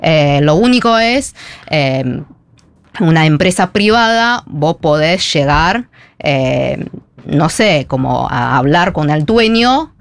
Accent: China

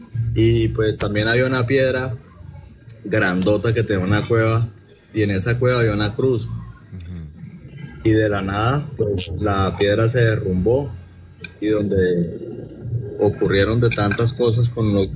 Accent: Palmor, Magdalena, Colombia; now in La Paz, Cesar, Colombia; yo me crié en la Sierra Nevada de Santa Marta, más conocido como Palmor de la Sierra. con mis abuelos desde muy niño.

